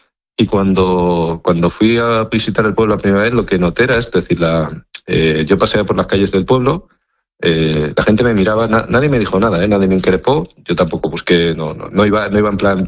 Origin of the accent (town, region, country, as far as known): Moraleja, Extremadura, Spain; born or raised there; moved away